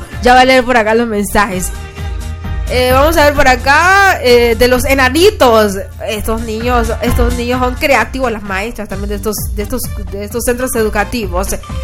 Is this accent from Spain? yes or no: no; Honduras; así como somos nosotros los hondureños